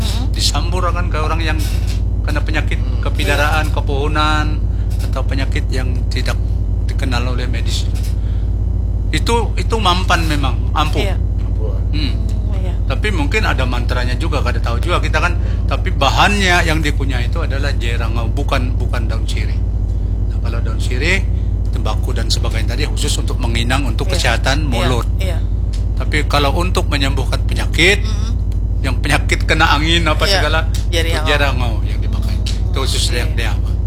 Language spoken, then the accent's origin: Indonesian; South Kalimantan, Indonesia; ulun maaf, terpaksa berpandir suku Dayak Dea karena saya dari Dayak Dea.